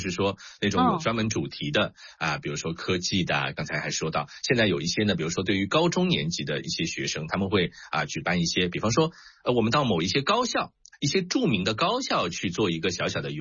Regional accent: Shanghai, China; accent: Shanghainese; 我们上海话也能够这么说

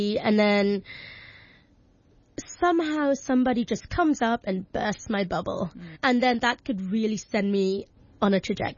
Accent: Hong Kong; I think growing up in Hong Kong is also actually really lovely, because it's such a melting pot of cultures

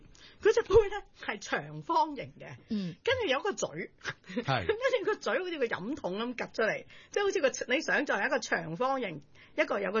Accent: Hong Kong; 我哋香港人如果有去過捷克嘅

